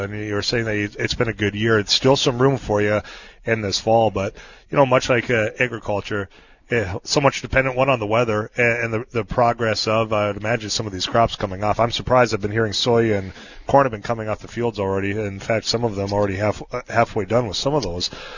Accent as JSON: {"language": "English", "region": "North Dakota", "country": "United States", "said": "I mean, I'm from the Benson County area."}